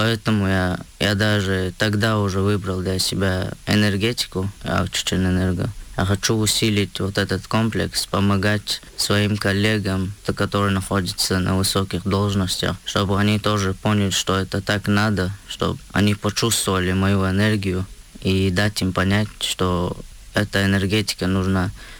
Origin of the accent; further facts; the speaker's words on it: Shuani, Chechnya, Russia; После завершения службы я приехал в родное село Шуани, Шуани называется.